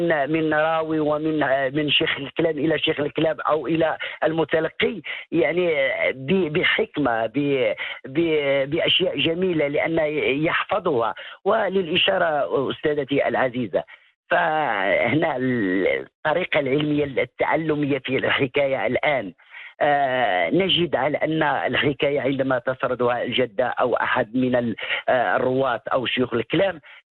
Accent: Morocco; عندنا في المغرب

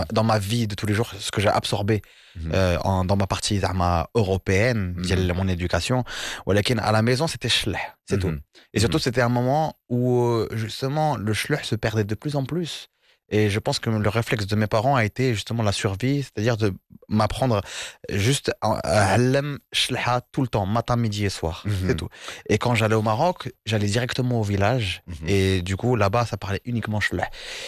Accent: France; born there; Moi, je suis né en France, donc je fais partie de la je suis issu de cette génération de la diaspora.

